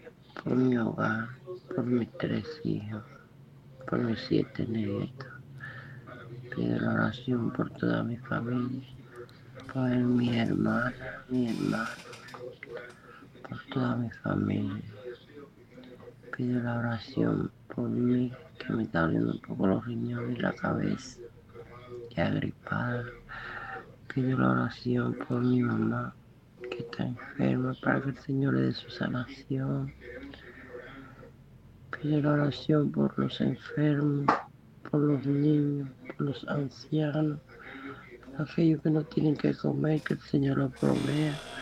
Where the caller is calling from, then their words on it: Bolivia; Soy de aquí de Matanza, Sacramento, Bolivia.